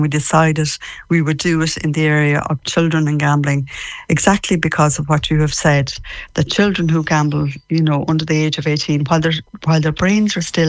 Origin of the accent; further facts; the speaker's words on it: Shamwala, County Mayo, Ireland; Yeah, I'm from just outside Tourine, a little village called Shamwala